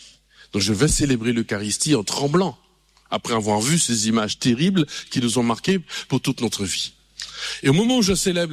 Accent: Martinique, France

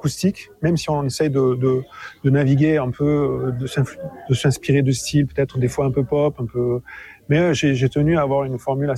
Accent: Occitanie, France; mon pays d'origine, enfin ma région d'origine, le Lot. Voilà, moi j'ai grandi dans l'Écosse, sur l'Écosse du Lot.

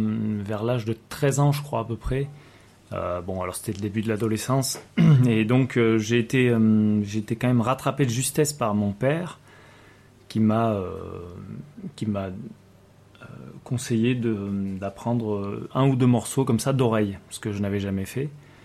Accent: Aurillac, Auvergne-Rhône-Alpes, France; born there; Mais je suis né à Aurillac, toutefois

